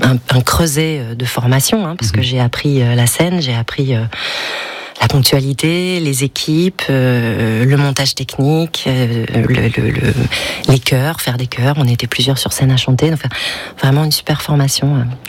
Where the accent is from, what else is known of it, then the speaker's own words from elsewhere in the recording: Rochefort, Nouvelle-Aquitaine, France; born there; De mon côté, j'avais des parents qui bougeaient beaucoup, donc je suis née à Rochefort, mais on a beaucoup, voilà, on m'a beaucoup transvaluté, comme on dit en charentais.